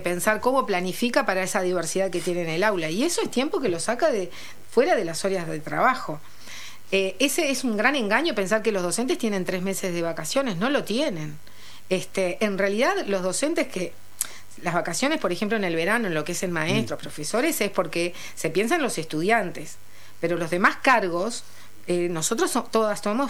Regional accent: Florida, Uruguay; also born or lived in Maldonado; now in Montevideo, Uruguay; estoy en Montevideo y recorro todo el país, pero también, como dijo Milka, soy originaria de Florida, también trabajé en Maldonado.

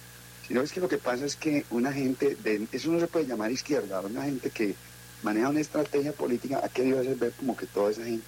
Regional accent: Ciudad Bolívar, Antioquia, Colombia; born there; now in Dosquebradas, Colombia; Yo no nací en Dos Quebradas, yo nací en un municipio que se llama Ciudad Bolívar, Antioquia.

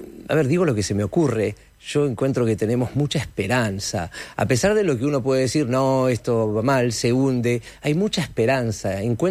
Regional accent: Montevideo, Uruguay; Soy de Jacinto Vera.

